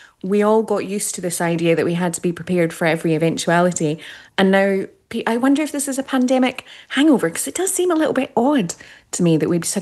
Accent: Australia; moved away; I grew up in Australia and in a country town.

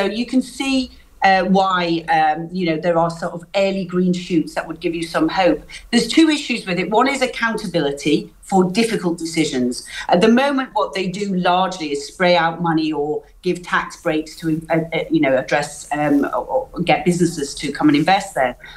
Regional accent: Knowsley, North West England, United Kingdom; I grew up in Knowsley, and all my family are still in Knowsley

